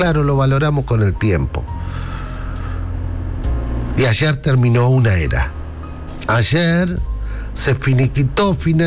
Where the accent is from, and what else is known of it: Argentina